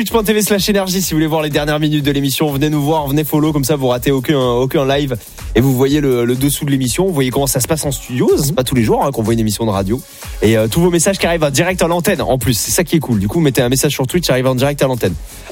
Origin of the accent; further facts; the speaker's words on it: Mont-de-Marsan, Nouvelle-Aquitaine, France; moi je viens d'une petite ville de Mont-de-Marsan